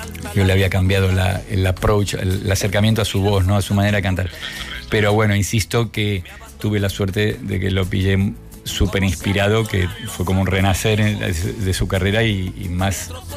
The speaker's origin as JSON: {"language": "Spanish", "region": "Region of Murcia", "country": "Spain", "said": "y yo decía, pero si soy de Murcia. ¿Dónde está?"}